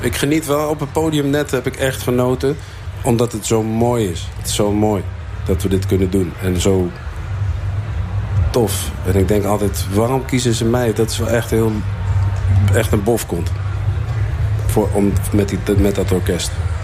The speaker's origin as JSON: {"language": "Dutch", "town": "Zwolle", "region": "Overijssel", "country": "Netherlands", "said": "Ja, ik kom uit Zwolle, maar ja, daar heb ik niks voor hoeven doen, hè."}